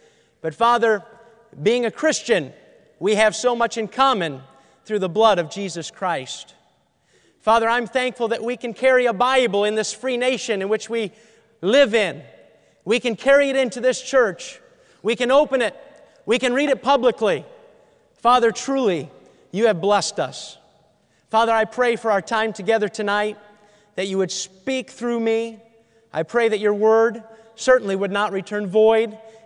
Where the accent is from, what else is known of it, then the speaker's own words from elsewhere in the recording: New Hampshire, United States; born there; also born or lived in New York / Maine; now in Ohio, United States; Before I moved to Ohio, I grew up in New England. I love New England. I live in Ohio now, but I love growing up in New England. I was born in New York. I lived in Maine for 6 years. Lived about 12, 13, 14 years in the state of New Hampshire.